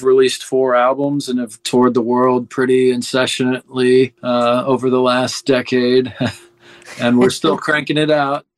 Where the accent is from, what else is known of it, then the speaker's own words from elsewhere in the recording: St. Louis, Missouri, United States; moved away as an adult; now in New York City, United States; That's correct. That's my hometown. But I've been here residing in New York City for 20 years